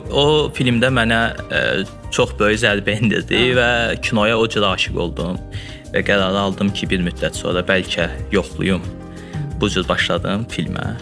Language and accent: Azerbaijani; Baku, Azerbaijan; born there; Bakıda doğulmuşam, Azərbaycan Dillər Universitetini bitirdim.